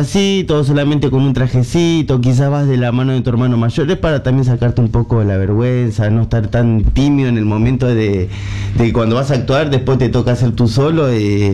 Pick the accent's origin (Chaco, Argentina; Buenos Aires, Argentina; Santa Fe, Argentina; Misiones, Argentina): Buenos Aires, Argentina; born there; Sí, yo sí nací en Buenos Aires.